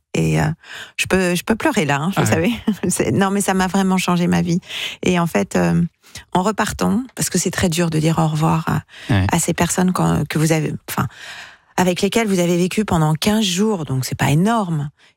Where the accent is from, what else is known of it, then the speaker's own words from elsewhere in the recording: Normandy, France; En tant que normande, quand même.